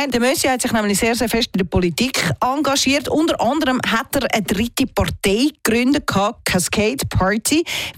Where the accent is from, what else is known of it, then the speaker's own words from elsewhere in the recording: Switzerland; Bei uns in der Schweiz ist es ein bisschen vielfältiger.